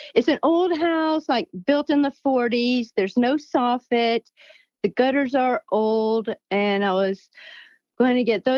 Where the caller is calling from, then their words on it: Virginia, United States; I'm calling from Warren County, Virginia.